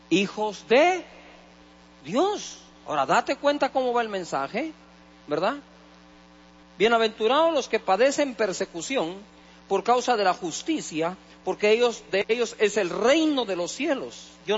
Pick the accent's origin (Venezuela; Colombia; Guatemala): Guatemala